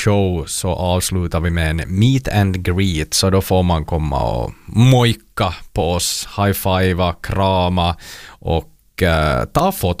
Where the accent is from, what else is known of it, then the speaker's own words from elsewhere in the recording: Ostrobothnia, Finland; jag är som österbottning.